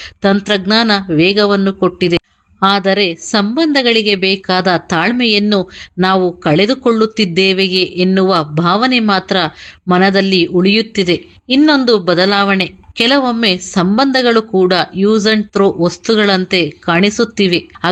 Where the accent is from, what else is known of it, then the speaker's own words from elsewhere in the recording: Tumakuru, Karnataka, India; ನನ್ನ ಊರು ಕಲ್ಪತರುನಾಡು, ತುಮಕೂರು.